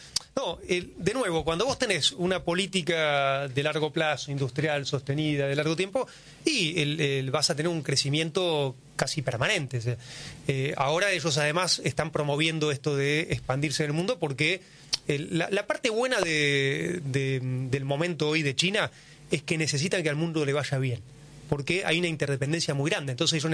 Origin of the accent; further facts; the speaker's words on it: Argentina; Los argentinos, claro